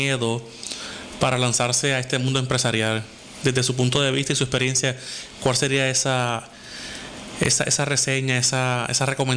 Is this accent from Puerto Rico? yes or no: yes; Lajas, Puerto Rico; desde mi pueblo Lajas